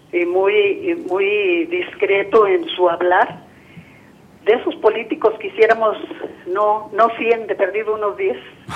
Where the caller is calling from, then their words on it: Zacatecas, Mexico; Pero soy zacatecana, y muy zacatecana.